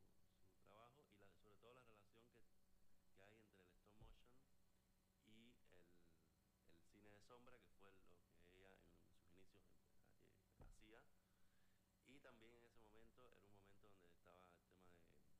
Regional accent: Cuba; now in Buenos Aires, Argentina; vivimos en Buenos Aires. Yo soy cubano.

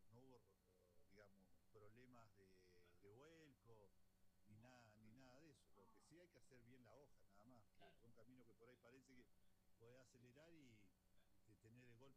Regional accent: Junín de los Andes, Neuquén, Argentina; corremos acá en mi pueblo

